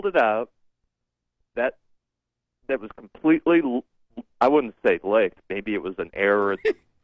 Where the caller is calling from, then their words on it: Portage County, Ohio, United States; I'm from Portage County